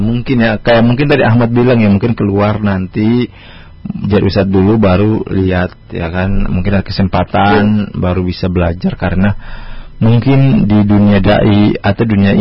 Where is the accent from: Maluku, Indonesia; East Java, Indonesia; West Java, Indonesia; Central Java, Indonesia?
Maluku, Indonesia; Ambon; kalau kita orang Ambon yang menuntut ilmu di sumber kejauhan itu.